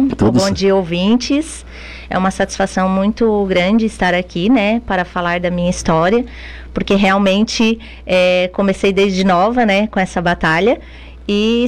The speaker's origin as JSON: {"language": "Portuguese", "town": "Araranguá", "region": "Santa Catarina", "country": "Brazil", "tie": "born or raised there", "said": "desde pequena, né, fui criada ali na Sanga da Toca. A minha família é dali, né? Minha família, meus avós, meus tios, tios dos meus pais. Então, eu me criei ali"}